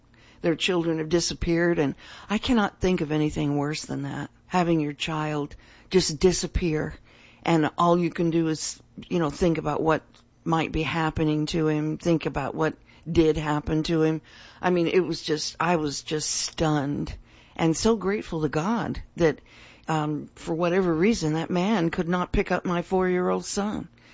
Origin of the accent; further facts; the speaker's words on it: California, United States; moved away as an adult; now in Tahlequah, United States; I was raised in California, and we left almost, 50 years ago.